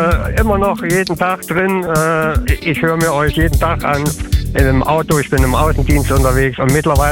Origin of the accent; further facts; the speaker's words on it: Gera, Thuringia, Germany; moved away; Also, ich bin gebürtig in Gera, in Thüringen.